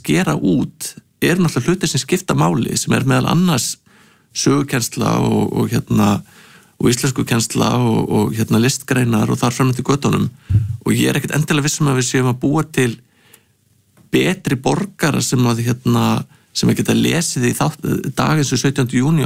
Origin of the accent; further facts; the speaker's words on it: Hafnarfjörður, Capital Region, Iceland; ég er úr Hafnarfirði og ég manna að spennan í kringu 17. júni var að fara á kvöldskemmtunum